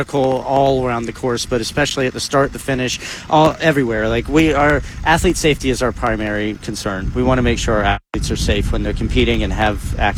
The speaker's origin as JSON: {"language": "English", "town": "Tallahassee", "region": "Florida", "country": "United States", "tie": "born or raised there", "said": "I grew up in Tallahassee, but I spent a lot of my life in Jacksonville"}